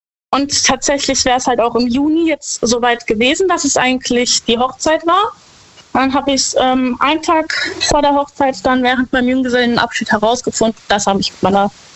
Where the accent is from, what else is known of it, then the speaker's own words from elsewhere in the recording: Herxheim, Rhineland-Palatinate, Germany; Ich komme aus Herxheim bei Landau.